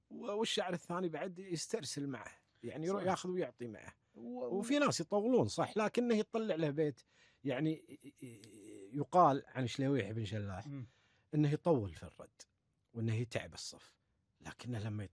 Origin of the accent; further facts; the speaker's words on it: Kuwait; نحن نتكلم عندنا في الكويت